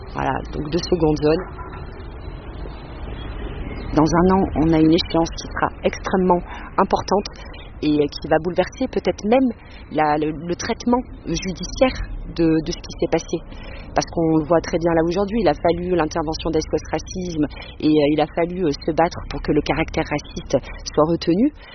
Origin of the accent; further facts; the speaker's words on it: Espaly-Saint-Marcel, Auvergne-Rhône-Alpes, France; now in Le Puy-en-Velay, France; J'ai grandi à Espagny-Saint-Marcel. J'habite maintenant le Puy.